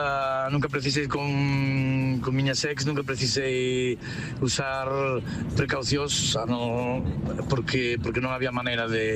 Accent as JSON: {"language": "Galician", "town": "Palas de Rei", "region": "Galicia", "country": "Spain", "lives_now": "Porto, Portugal", "said": "Hola, rapaces … de Palas."}